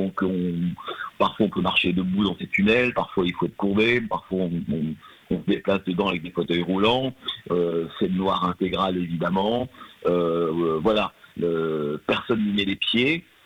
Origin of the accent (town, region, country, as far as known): France